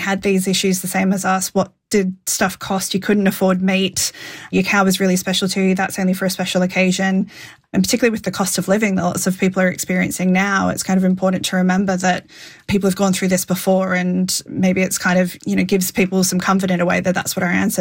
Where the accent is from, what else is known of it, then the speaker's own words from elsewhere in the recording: Australia; Like, I come from Australia, barbecues and having a lot of meat, that's seen as like a very like Aussie thing to do.